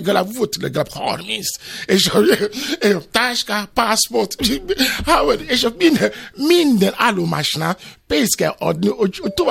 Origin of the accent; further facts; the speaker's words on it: Nigeria; Hungarian is a second language; moved away as an adult; now in Hungary; Hazatértem Nigériából.